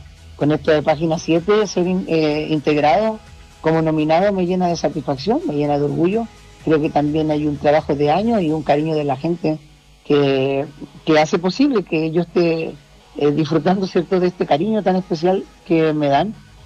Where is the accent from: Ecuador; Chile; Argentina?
Chile